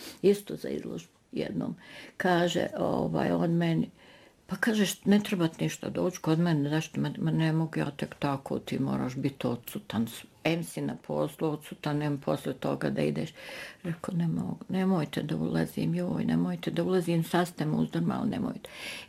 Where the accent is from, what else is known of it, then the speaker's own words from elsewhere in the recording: Požega, Požega-Slavonia County, Croatia; born there; Ja sam treća generacija rođena u Slavonskoj Požegi. A ona prva, a to je baka moje majke, po ženskoj liniji govorim sad, je rodom iz Gospić, Brinje, Donji Lapac.